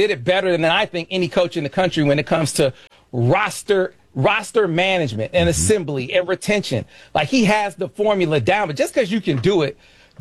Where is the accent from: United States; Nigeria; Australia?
United States; Flint, Michigan; The very first domino to fall was obviously Trey McKinney from my hometown of Flint.